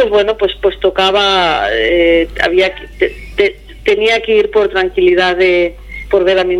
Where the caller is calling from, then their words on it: Barcelona, Catalonia, Spain; Sí, de aquí, de Barcelona. Desde Barcelona.